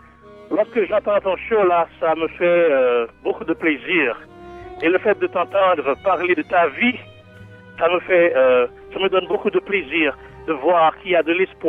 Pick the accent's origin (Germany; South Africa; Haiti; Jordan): Haiti; now in United States; I'm from Haiti.